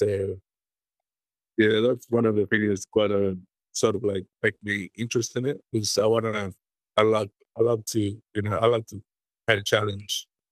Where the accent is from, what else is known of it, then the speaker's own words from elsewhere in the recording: Tonga; also born or lived in Samoa / New Zealand / Hawaii / Japan; I was born in Tonga, 1983. And I grew up here in Tonga, but sort of moving around in the island. We moved to Samoa, back to Tonga, and then New Zealand, Hawaii, and then Japan. So, now I'm back to Tonga again.